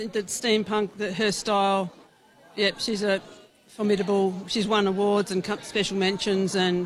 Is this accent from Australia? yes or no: yes; Melbourne, Victoria, Australia; now in Northern Rivers, Australia; Originally from Melbourne, but now I live in Northern Rivers.